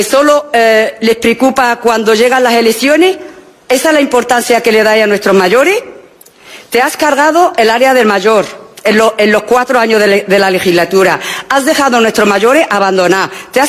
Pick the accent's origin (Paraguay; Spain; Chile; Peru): Spain; Soy española, pertenezco a la Constitución española